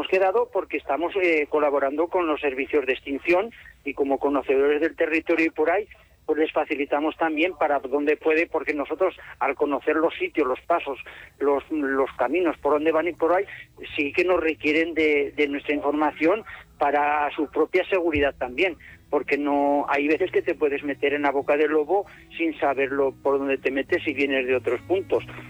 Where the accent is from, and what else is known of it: Luesia, Aragon, Spain